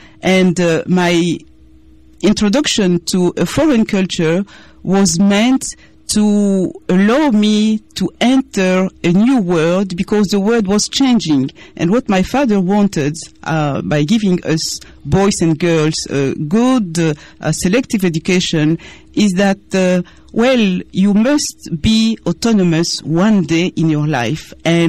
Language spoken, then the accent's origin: English; DR Congo; first language Tshiluba; Yes, I would say Chiluba is my mother tongue, because that's the only language I spoke with my mother. My mother didn't speak French at all.